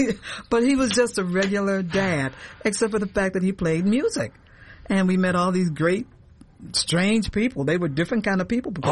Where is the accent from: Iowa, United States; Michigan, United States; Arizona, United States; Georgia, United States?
Michigan, United States; Detroit; now in California, United States; I left Detroit. I was born and raised in Detroit.